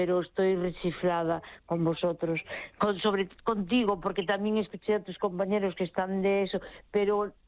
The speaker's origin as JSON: {"language": "Spanish", "town": "A Coruña", "region": "Galicia", "country": "Spain", "tie": "born there", "said": "Nací en la Ciudad Vieja, aquí en La Coruña, y bueno, ¿y qué te iba a decir? Y yo ya soy mayor, aunque no lo parezca."}